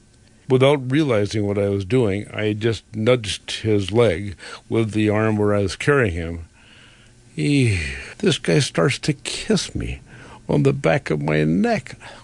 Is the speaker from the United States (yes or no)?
yes; Wisconsin, United States